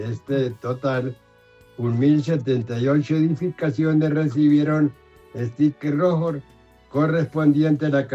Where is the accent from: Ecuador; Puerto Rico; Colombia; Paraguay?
Colombia; Casanare; now in Bogotá, Colombia; dicen en mi tierra Casanare